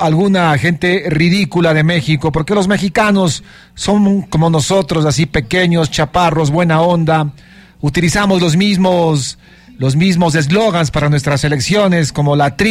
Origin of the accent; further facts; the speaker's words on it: Ecuador; Nosotros como ecuatorianos tenemos hoy el gran reto de jugar ante una gran selección